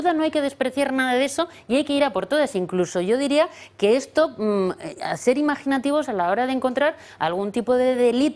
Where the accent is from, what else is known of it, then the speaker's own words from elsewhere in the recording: Spain; nos están arrebatando la decisión de nuestro futuro como españoles